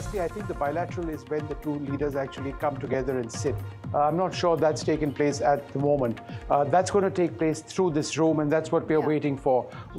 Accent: Kolkata, West Bengal, India; Kolkata, my hometown.

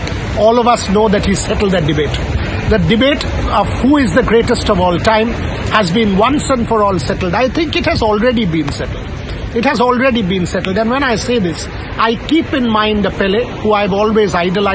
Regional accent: West Bengal, India; I've interviewed Maradona, who has been a childhood hero of all of us growing up in Bengal.

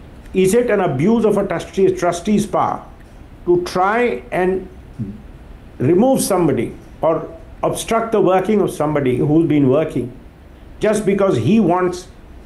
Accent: India; for me as an Indian

